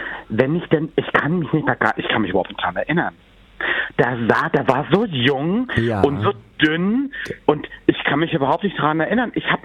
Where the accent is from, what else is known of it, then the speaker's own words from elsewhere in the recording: Bavaria, Germany; Ich komme ja aus Bayern